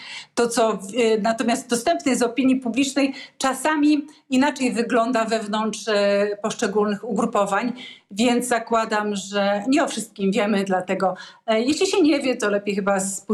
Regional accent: Poznań, Greater Poland Voivodeship, Poland; ja akurat jestem z Poznania

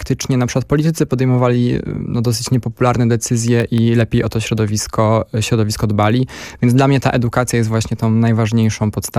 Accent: Łódź, Łódź Voivodeship, Poland; Ja jestem z Łodzi, więc faktycznie na szczęście mam taką możliwość, że mieszkam na obrzeżach miasta

